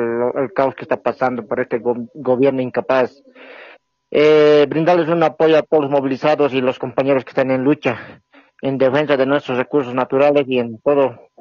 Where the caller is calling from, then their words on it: Santiago de Machaca, La Paz, Bolivia; Aquí le estoy llamando de Santiago de Machaca